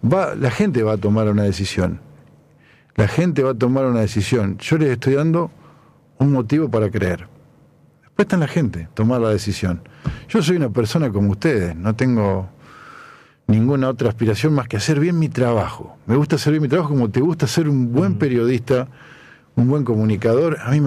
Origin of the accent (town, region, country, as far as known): Argentina